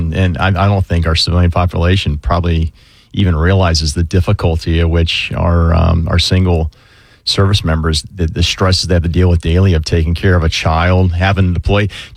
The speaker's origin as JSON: {"language": "English", "town": "Orange Park", "region": "Florida", "country": "United States", "tie": "born or raised there", "said": "But I grew up in Orange Park. You know, I moved here when I was three, and, you know, I went to Orange Park High"}